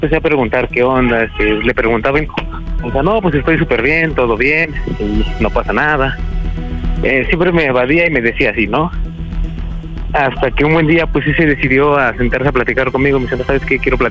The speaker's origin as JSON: {"language": "Spanish", "region": "Mexico City", "country": "Mexico", "tie": "born or raised there", "moved": "yes", "lives_now": "Misantla, Mexico"}